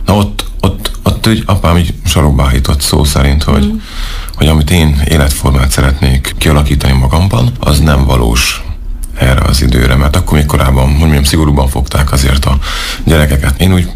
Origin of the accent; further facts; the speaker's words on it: Szentes, Csongrád-Csanád, Hungary; moved away as an adult; now in Debrecen, Hungary; Kertesházban nőttem fel.